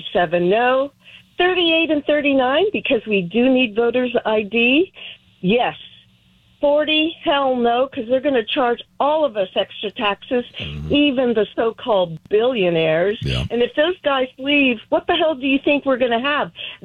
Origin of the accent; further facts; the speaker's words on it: Los Angeles, California, United States; We love California. I was born and raised in East L.A. I grew up in Central L.A. And as a proud Latina and a wonderful American citizen that I am